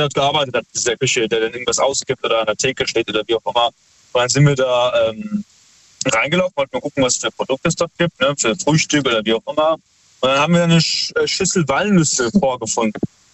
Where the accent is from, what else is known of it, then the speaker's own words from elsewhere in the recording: Heidelberg, Baden-Württemberg, Germany; Wir sind aus Heidelberg.